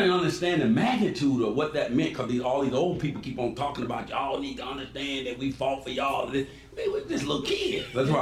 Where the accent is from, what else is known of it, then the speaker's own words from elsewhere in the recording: Birmingham, Alabama, United States; I mean, because I grew up in Birmingham and they still got those old signs.